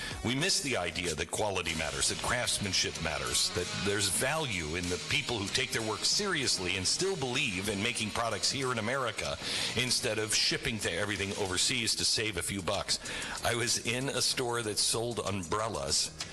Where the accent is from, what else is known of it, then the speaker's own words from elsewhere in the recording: United States; I am so glad that I'm an American, especially this week in England.